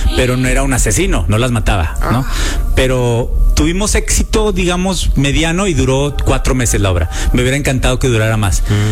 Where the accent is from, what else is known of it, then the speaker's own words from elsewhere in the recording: Monterrey, Nuevo León, Mexico; moved away; amo mi tierra